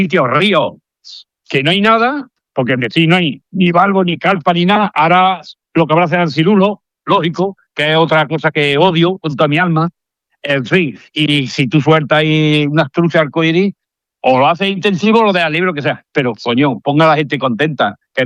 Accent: Córdoba, Andalusia, Spain; moved away as an adult; now in Logroño, Spain; yo llevo pescando de chaval, ahí en Córdoba, a los barbos y a las carpas. Pero cuando me vine aquí ya a Logroño, ya tenía 30 años

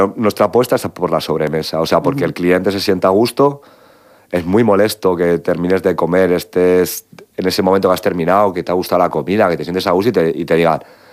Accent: Spain; nuestra cultura como españoles

